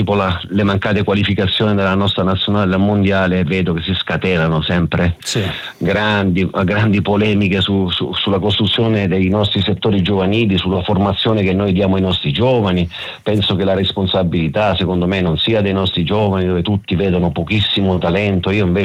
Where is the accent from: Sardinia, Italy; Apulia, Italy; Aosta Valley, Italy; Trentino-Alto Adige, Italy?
Apulia, Italy; Taranto; vorrei fare i complimenti alla mia città natale, Taranto